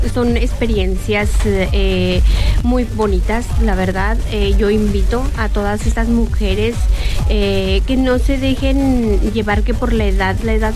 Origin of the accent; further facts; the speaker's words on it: Guadalupe y Calvo, Chihuahua, Mexico; now in Meoqui, Mexico; No, yo soy de Guadalupe y Calvo.